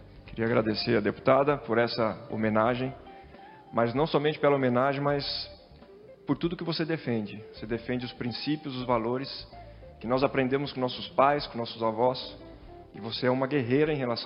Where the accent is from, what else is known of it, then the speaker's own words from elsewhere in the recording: São Paulo, Brazil; Eu venho de família humilde, sou da Zona Sul de São Paulo.